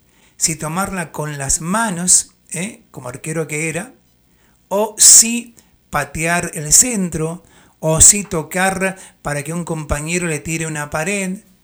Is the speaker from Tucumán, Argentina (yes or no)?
yes; Bella Vista, Tucumán, Argentina; mi ciudad natal, Bella Vista.